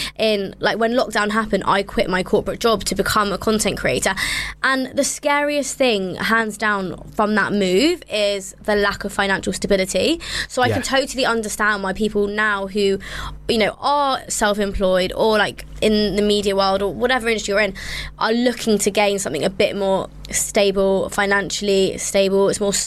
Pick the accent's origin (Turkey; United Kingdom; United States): United Kingdom; London; born or raised there